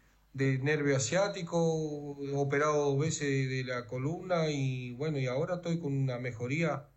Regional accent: Chapicuí, Paysandú, Uruguay; Yo soy de Chapicuí, Paysandú

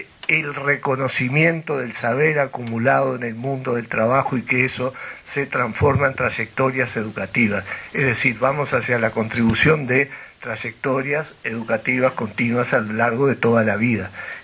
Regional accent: Uruguay

